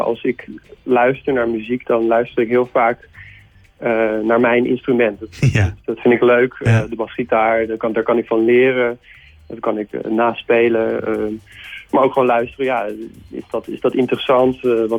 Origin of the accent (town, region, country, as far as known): Haarlem, North Holland, Netherlands; born there